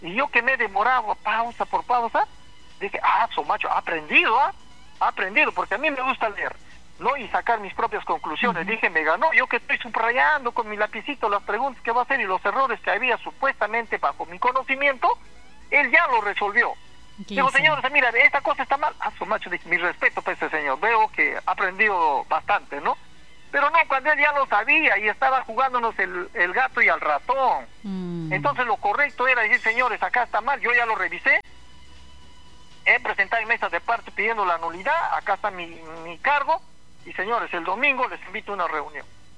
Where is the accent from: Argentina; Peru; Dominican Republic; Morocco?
Peru; nosotros los peruanos